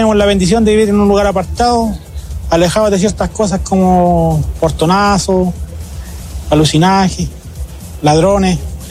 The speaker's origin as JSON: {"language": "Spanish", "region": "Araucanía", "country": "Chile", "tie": "born there", "said": "Nosotros tenemos la ventaja de que nosotros hay una micro que ahora nos traslada de este sector a Collipulli. Yo llegué a caminar cuando estudiaba 2 horas para llegar al colegio"}